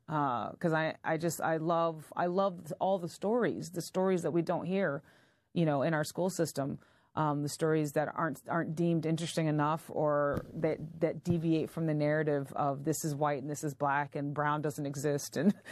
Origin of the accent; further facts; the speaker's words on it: North Carolina, United States; I've born and raised in North Carolina. But anyway, that's you know, that's another thing. So I just grew up, you know, as a Southerner, and I grew up with my grandparents first, and living out in the country